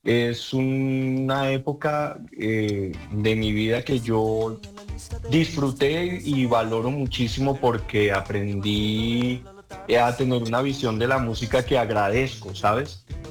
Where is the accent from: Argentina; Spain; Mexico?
Mexico; born there; also born or lived in Colombia; tanto mi hermano como yo somos nacidos aquí en México, somos mitad mexicanos, mitad colombianos.